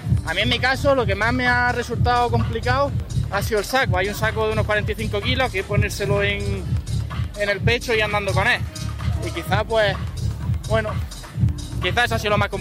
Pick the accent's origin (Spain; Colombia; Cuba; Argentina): Spain; Cúllar Vega, Andalusia; now in Motril, Spain; soy de Cuyar Vega, pero actualmente estoy viviendo aquí en la ciudad de Motril.